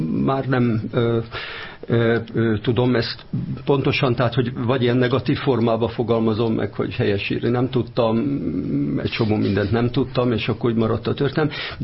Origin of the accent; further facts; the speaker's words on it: Nagysimonyi, Vas, Hungary; born there; egy ilyen fura helyen nőttem fel, a Benedek Istvánféle Aranyketrecbe, és ott egy ilyen nagyon falusias iskolába járván